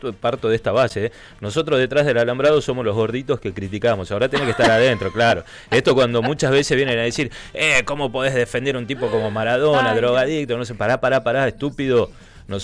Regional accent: Argentina; más como somos los argentinos jetones, bravucones

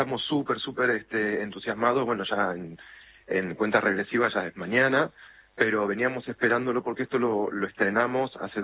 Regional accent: Lanús, Buenos Aires Province, Argentina; soy de Lanús, de Zona Sur. Estudié en Banfield, en el Conservatorio Julián Aguirre.

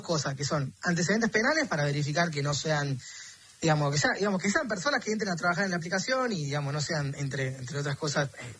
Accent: Córdoba, Argentina; yo soy acá de Córdoba

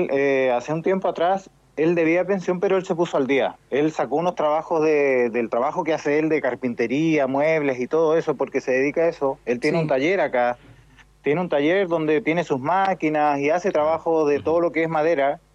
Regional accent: Chile

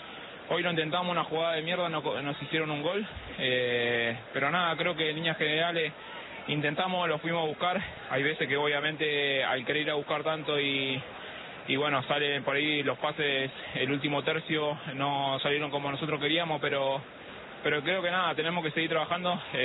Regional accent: Argentina; soy un argentino más que va a alentar por ellos

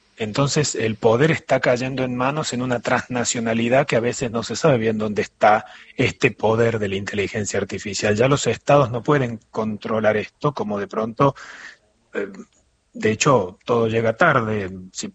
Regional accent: Argentina; algo que lo digo yo como argentino

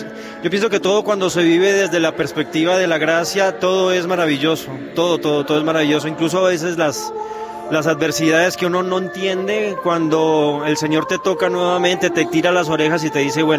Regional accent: Colombia; moved away as an adult; now in Salta, Argentina; Soy colombiano. Ya llevo 4 años en Salta.

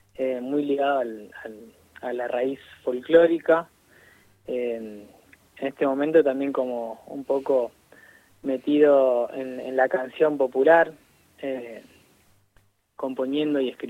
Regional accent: Bajada del Agrio, Neuquén, Argentina; now in Zapala, Argentina; Soy de Bajada del Agrio.

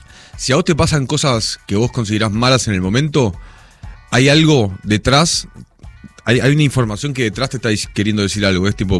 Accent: Argentina; nosotros como argentinos

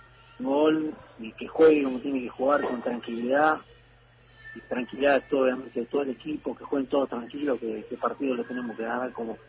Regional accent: Misiones, Argentina; now in San Martín, Argentina; soy argentino, de Misiones.

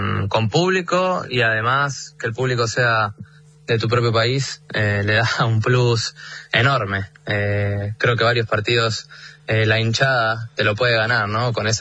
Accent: La Plata, Buenos Aires Province, Argentina; Yo soy de La Plata.

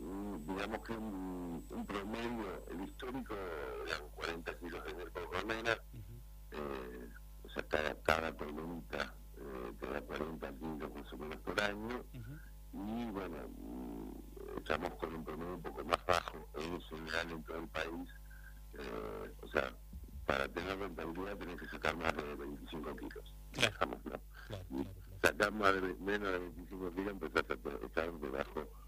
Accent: Argentina; nosotros somos argentinos apicultores

